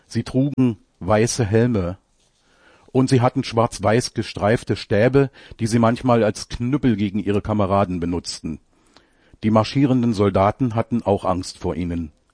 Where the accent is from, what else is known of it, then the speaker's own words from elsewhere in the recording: Frankfurt, Brandenburg, Germany; Meine Heimatstadt Frankfurt-Oder, gelegen an der Grenze zur Volksrepublik Polen, war Garnisonsstadt